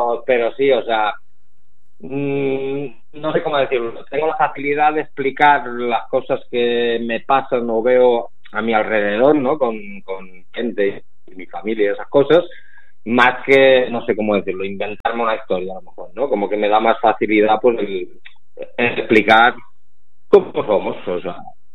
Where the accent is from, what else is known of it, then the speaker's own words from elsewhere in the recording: Vilafranca del Penedès, Catalonia, Spain; nosotros somos de Vilafranca del Penedès, al lado de Barcelona, y somos un pueblecillo, ¿no?